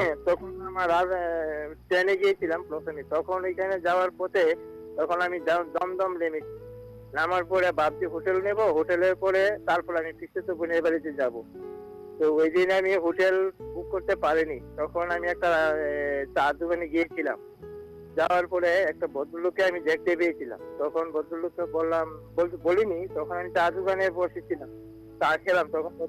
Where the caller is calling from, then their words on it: Tripura, India; আমি ত্রিপুরা থেকে এসেছিলাম।